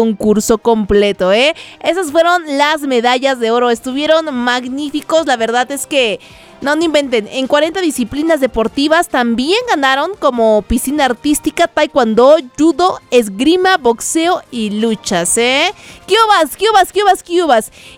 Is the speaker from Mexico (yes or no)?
yes; Mexico; porque aquí todos somos mexicanos.